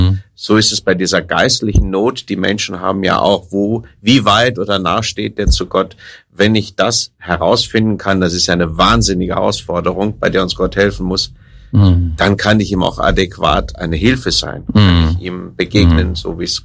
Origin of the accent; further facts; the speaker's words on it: Rhineland, Germany; Ich bin ein Rheinländer